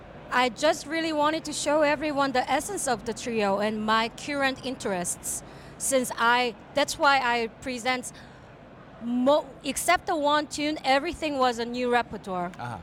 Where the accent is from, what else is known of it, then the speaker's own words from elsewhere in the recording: South Korea; English is a second language; also born or lived in United States; now in Netherlands; I'm originally from South Korea. And I lived in a various country. Before I came to the Netherlands, I was in US for a while.